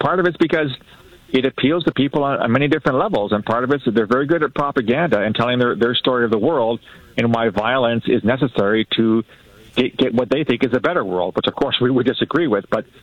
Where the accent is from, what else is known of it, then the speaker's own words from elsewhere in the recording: London, Ontario, Canada; I mean, I grew up in London, Ontario, right?